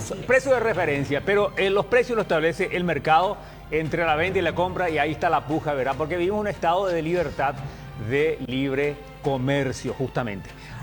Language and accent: Spanish; Paraguay